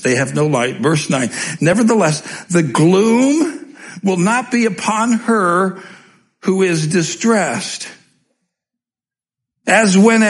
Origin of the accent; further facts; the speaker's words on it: Commerce City, Colorado, United States; I grew up in Commerce City, Colorado. It's really dark there. It was dark 52 years ago. It's still dark. Man, I am so old